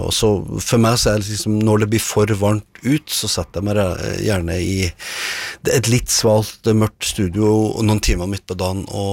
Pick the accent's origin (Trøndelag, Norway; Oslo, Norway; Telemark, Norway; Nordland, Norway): Trøndelag, Norway; Namsos; moved away; jeg er jo født i Trondheim, vokst opp i Namsos